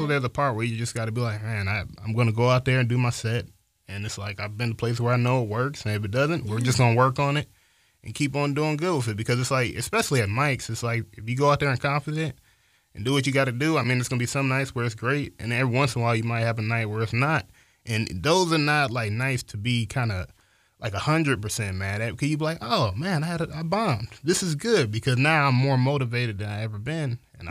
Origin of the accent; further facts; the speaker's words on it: Huntsville, Alabama, United States; also born or lived in Detroit / Harvest; So, I was born, so my whole family lives in Detroit. So, I was born in Detroit, but around 2, my mom was like, nah, we gotta be somewhere better. So, she took me down to Harvest, and then I moved into Huntsville, and that's where I've been ever since.